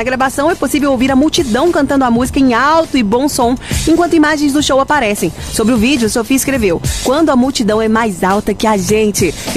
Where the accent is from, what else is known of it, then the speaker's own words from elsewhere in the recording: Brazil; a gente é brasileiro